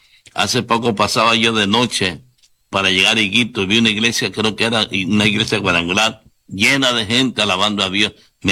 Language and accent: Spanish; Puerto Armuelles, Chiriquí, Panama; moved away; A los hermanos de Puerto Amuelles, bendición a todos allá. La gente linda de mi pueblo.